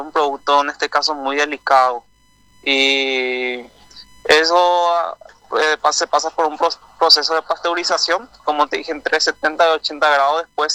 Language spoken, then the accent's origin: Spanish; Itauguá, Central, Paraguay; Estamos en la compañía de Potrerito, a 5 a 6 minutos más o menos del centro.